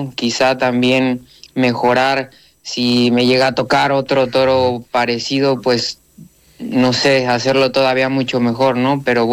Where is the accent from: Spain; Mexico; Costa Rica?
Mexico; Que también como mexicano pueda sentirme orgulloso de eso.